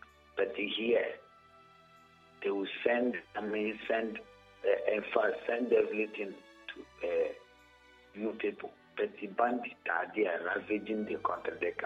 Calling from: Nigeria

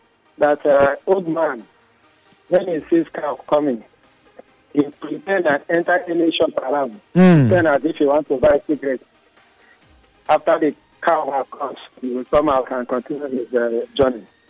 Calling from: Rivers, Nigeria; I'm calling from Elelewo.

